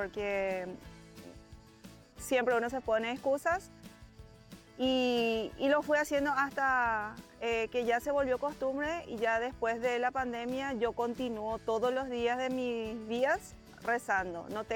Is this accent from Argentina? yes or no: no; Paraguay; soy de Paraguay y ahora ya me declaro hija mariana.